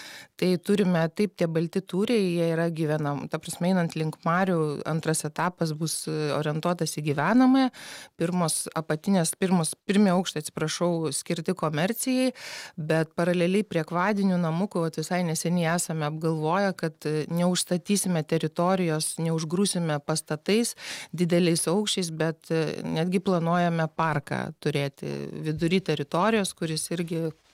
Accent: Klaipėda, Klaipėda County, Lithuania; kaip klaipėdietė

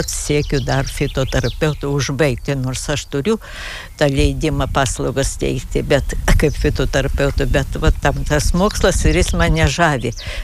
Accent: Mažeikiai, Telšiai County, Lithuania; moved away; aš esu iš Žemaitijos, kilusi nuo Mažeikių ir tikrai irgi turėjom ir namelį gražų, ir aplinką gražą, ir sodą daržą, ir upelį, kas tik nori.

